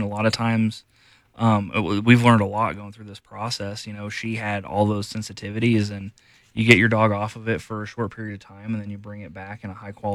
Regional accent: Derby, Kansas, United States; also born or lived in Idaho / Utah / California / Michigan; now in Colorado, United States; Yep, I'm originally from the booming metropolis of Derby, Kansas, just south of Wichita.

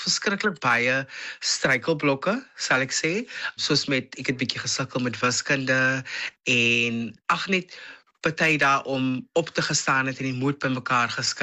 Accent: Bellville, Western Cape, South Africa; also born or lived in Malmesbury; now in Stellenbosch, South Africa; 36 jaar oud. En ek het my hele lewe lank het ek groot geword in die Bellville area, daar skool gegaan by tegniese skool.

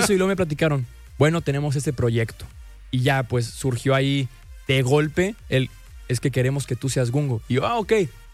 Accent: Monterrey, Nuevo León, Mexico

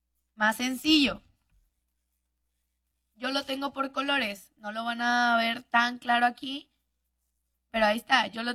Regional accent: Monterrey, Nuevo León, Mexico; acá estamos en el norte, soy norteña, soy regia.

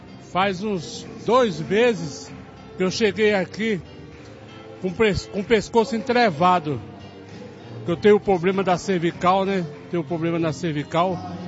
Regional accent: São Paulo, Brazil; Olha, eu venho do Sapopemba.

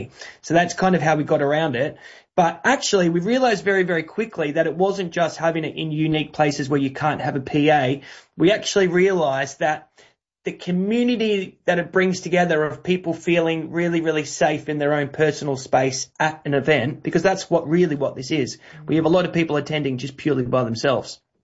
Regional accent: Australia; now in London, United Kingdom; you can hear from my voice that I am Australian. Hopefully you pick that up. My business partner is from London, and I personally have been based in London now for nearly 15 years.

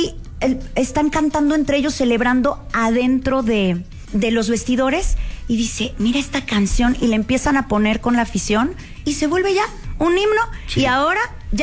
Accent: Mexico; Y qué bonito como latinoamericanos y como mexicanos.

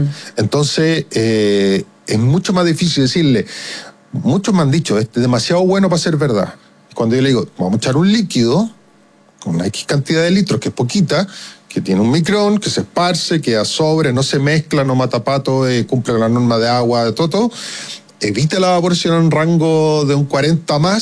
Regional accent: Chile; como chilenos somos bien antichilenos.

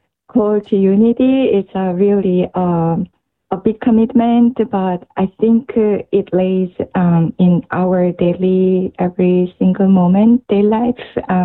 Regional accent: Daegu, South Korea; English is a second language; the children's gathering in the Folk Alari movement that was happening in my hometown, Daegu.

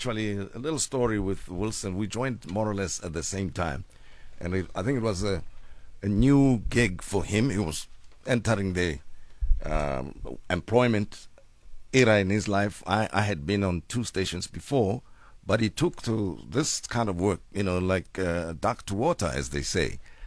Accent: South Africa; moved away as an adult; also born or lived in Mafikeng; now in Johannesburg, South Africa; I'm from Harankua, but I was coming from Mafikeng to come and work here

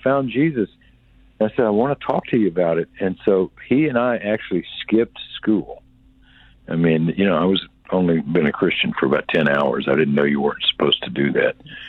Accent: the South, United States; I was raised in the South.

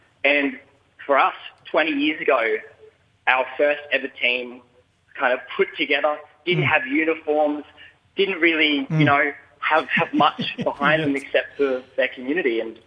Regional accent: Brisbane, Queensland, Australia; I'm a proud Bunjong Dibungi man, got a mob down in Grafton Ways, northern New South Wales, but born and raised in Brizzy

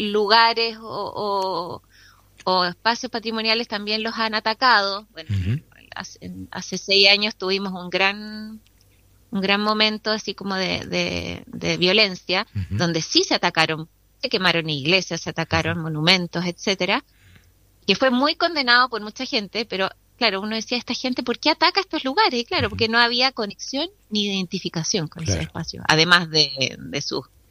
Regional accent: Chile

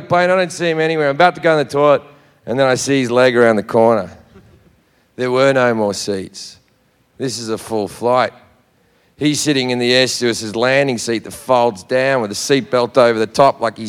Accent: Australia; I'm Australian

